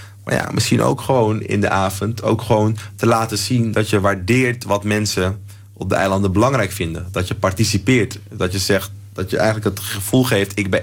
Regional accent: Amsterdam, North Holland, Netherlands; ik ben opgegroeid in Amsterdam. Ik heb roots Suriname.

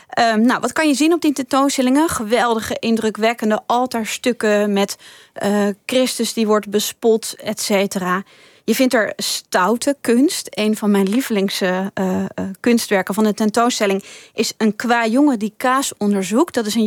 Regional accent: Utrecht, Netherlands; vandaar dat ik hem een warm hart toedraag als Utrechtse.

